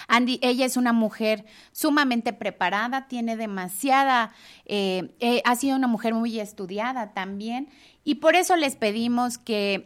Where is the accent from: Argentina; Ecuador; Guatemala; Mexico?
Mexico; defendernos como mexicanas, como mexicanos